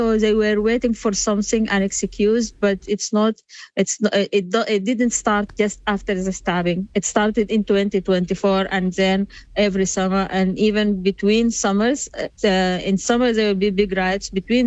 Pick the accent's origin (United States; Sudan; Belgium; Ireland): Sudan; I am one of them. I am from Sudan too.